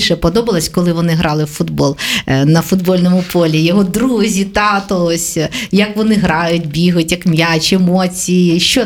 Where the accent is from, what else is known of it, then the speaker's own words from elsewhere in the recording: Korosten, Zhytomyr Oblast, Ukraine; accent: Korosten surzhyk; Ну, ми в такому місті прожили і живемо, що іноді бувають слова. А ти кажеш, це у мене суржик коростанський.